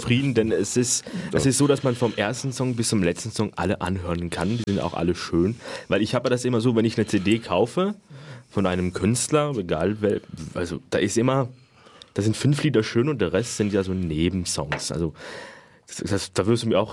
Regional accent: France; now in Germany; Das gibt es bei mir in Frankreich und zwar in meinem Heimatdorf.

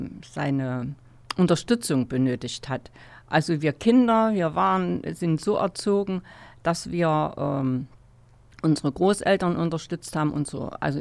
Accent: Jena, Thuringia, Germany; Ja, also die Stadt Jena ist meine Heimatstadt. Ich bin hier nicht nur geboren und aufgewachsen, Schule, dann zum Studium, aber immer ein Bein in der Stadt, wieder zurück, hier auch geheiratet, hier Mutter geworden

